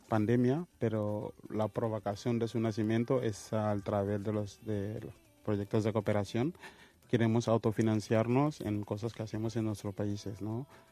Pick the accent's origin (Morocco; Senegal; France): Senegal; Casamance; Catalan is a second language; now in Catalonia, Spain; Jo soc del Casamàs